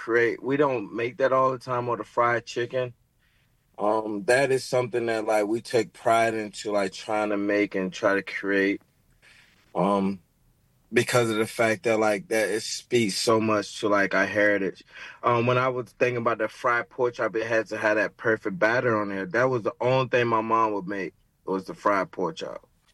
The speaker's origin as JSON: {"language": "English", "region": "the South", "country": "United States", "said": "I'm from the South. I'm Southern as hell."}